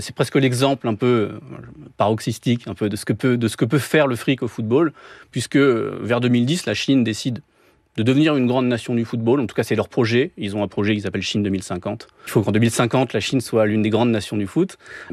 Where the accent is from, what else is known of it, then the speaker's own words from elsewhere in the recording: France; je suis français